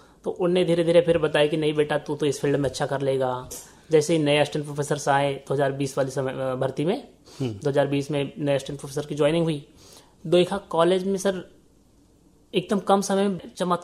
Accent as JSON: {"language": "Hindi", "area": "Balaghat district", "region": "Madhya Pradesh", "country": "India", "said": "मैं ग्राम चुरली पोस्ट बोलेगांव तहसील लांजी जिला बालाघाट का निवासी हूँ।"}